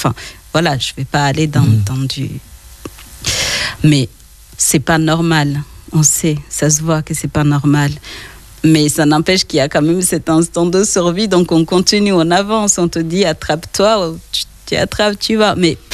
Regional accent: Rwanda

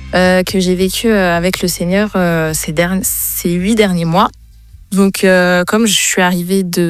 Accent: Île-de-France, France; Je viens de la région parisienne.

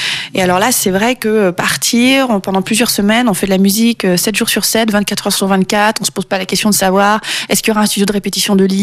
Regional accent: France; born there; Milieu social, bon, je suis née en France, milieu lambda.

